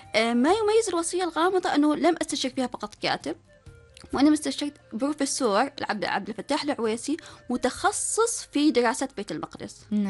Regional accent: Oman; نحن كعمانيين

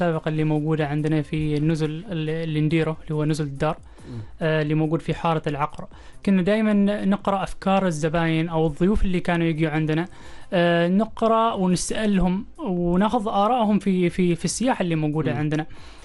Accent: Oman

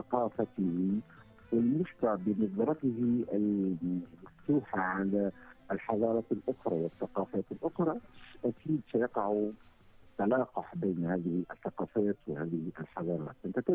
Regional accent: Tunisia; بالقرية التي ولدت بها هي قرية بسيطة توجد على تحت سفح جبل وأيضا محاطة بواد عظيم

